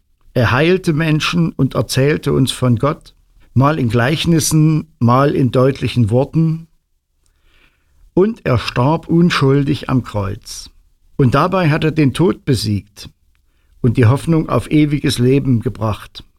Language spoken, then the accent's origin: German; Mansfeld, Saxony-Anhalt, Germany; Ich komme aus Mansfeld.